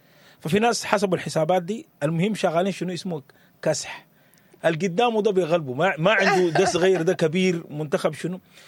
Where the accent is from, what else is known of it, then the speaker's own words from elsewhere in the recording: Sudan; عندنا كسودانيين